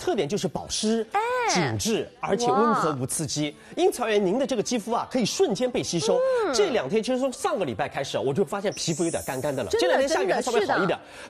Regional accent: Shanghai, China

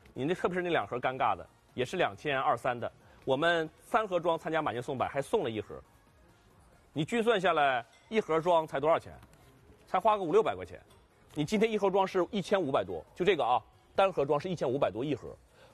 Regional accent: Heilongjiang, China; now in Shanghai, China; 我是黑龙江人，我知道那个兴安岭了

